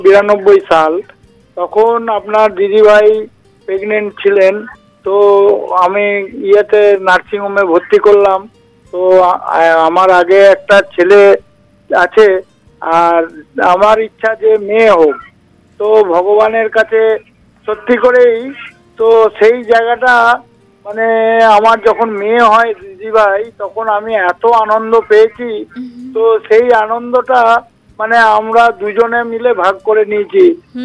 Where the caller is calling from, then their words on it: Budbud, West Bengal, India; আমি পশ্চিমবঙ্গের পূর্ব বর্ধমান জেলার বুধবুদ থেকে